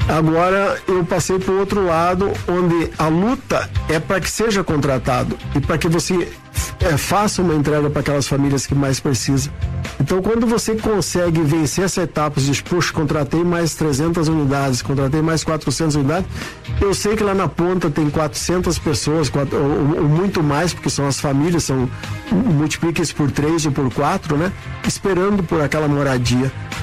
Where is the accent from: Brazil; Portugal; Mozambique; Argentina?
Brazil; Rio Grande do Sul; born there; also born or lived in Paraná / Curitiba; Eu mudei para Curitiba em 1982. Na verdade, eu tenho uma história, que eu nasci no Rio Grande do Sul, morei no sudoeste do Paraná, morei em Curitiba, depois voltamos para o interior.